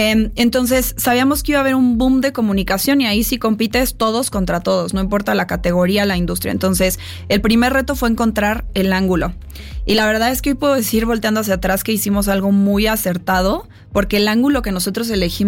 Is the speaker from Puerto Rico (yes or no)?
no; Mexico; todo lo que construimos como mexicanos todos acá.